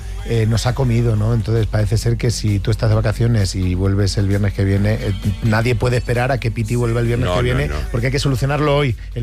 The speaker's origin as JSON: {"language": "Spanish", "town": "Getafe", "region": "Community of Madrid", "country": "Spain", "said": "Yo vengo de Getafe."}